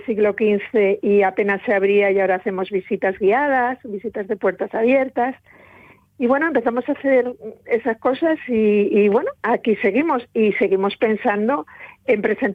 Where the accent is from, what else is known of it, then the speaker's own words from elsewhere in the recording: Oviedo, Asturias, Spain; born there; Pues sí, bueno, realmente nací en Oviedo, me nacieron en Oviedo.